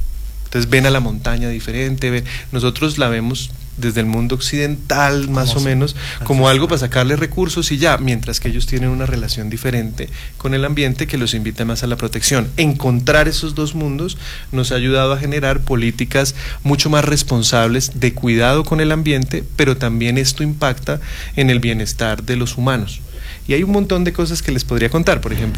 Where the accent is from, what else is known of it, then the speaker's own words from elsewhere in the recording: Colombia; somos paisanos colombianos